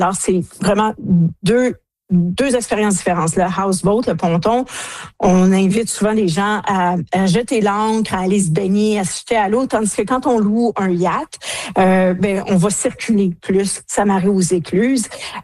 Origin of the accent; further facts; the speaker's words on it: Ontario, Canada; chez nous en Ontario.